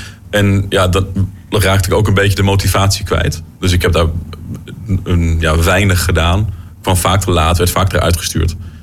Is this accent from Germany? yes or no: yes; East Germany, Germany; Toen ik klein was nog in Oost-Duitsland... had ik een keer voor mijn 5e of 6e verjaardag... een fornuis gekregen